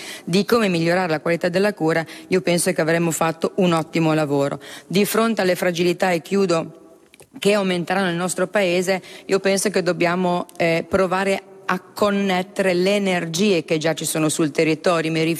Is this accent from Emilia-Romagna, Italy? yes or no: yes; Emilia-Romagna, Italy; accent: Emilian; io sono emiliana, si sentirà dalla mia voce